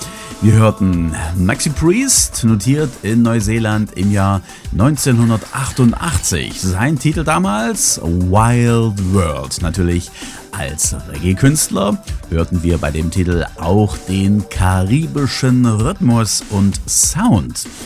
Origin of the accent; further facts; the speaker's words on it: Halle, Saxony-Anhalt, Germany; als Hallenser sehr erfreut über